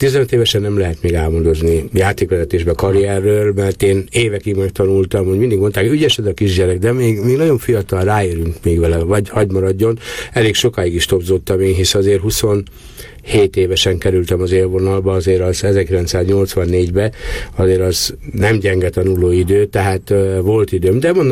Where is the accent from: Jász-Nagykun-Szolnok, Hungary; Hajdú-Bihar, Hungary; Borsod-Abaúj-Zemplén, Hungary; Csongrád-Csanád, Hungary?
Borsod-Abaúj-Zemplén, Hungary; Emőd; born there; also born or lived in Eger; Nem, én Emődön születtem. Emődön születtem, és én igazából Miskolcon játszottam egy darabig, után pedig Egerbe. De aztán én elkerültem korán Egerbe, és ott ténykedtem életem nagy részében.